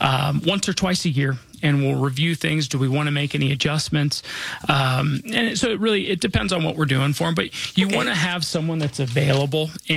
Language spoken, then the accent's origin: English; Denver, Colorado, United States; Again, I was born and raised here in Denver. You know, I'm not just licensed here. This is where I call home.